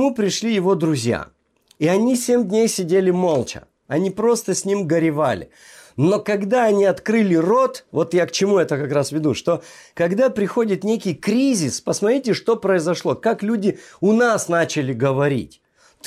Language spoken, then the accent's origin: Russian; Caucasus, Russia; Я вырос на Кавказе, многонациональном Кавказе, где у нас все рядом жили, там, да, и дагестанцы, и все.